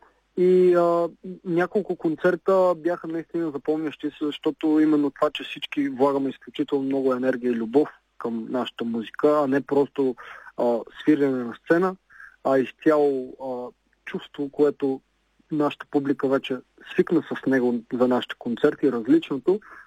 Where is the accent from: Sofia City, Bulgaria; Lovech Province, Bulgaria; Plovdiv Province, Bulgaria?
Sofia City, Bulgaria; Sofia; съм от София.